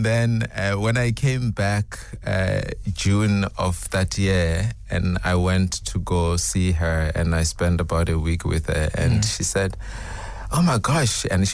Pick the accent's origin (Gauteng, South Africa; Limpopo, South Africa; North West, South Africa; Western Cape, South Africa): Limpopo, South Africa; Zebediela; Like, I came from Zibidiela, man. Like, the only Zulu word I knew was Sawubona.